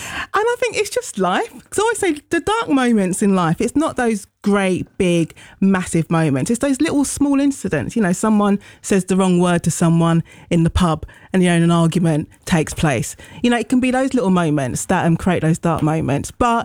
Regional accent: London, United Kingdom; I was born and bred, still live in Deptford, and that's where I'm from. My family's from Grenada originally.

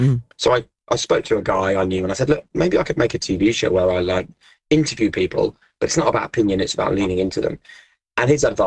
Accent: East of England, United Kingdom; also born or lived in Peterborough; grew up in Norfolk. Right? I was born in Peterborough, moved to Norfolk when I was seven.

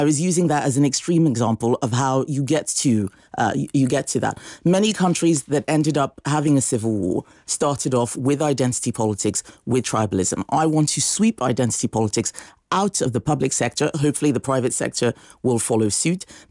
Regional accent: Nigeria; now in United Kingdom; I spent my childhood in Nigeria, a country where everybody looked the same, but there were hundreds of different tribes.

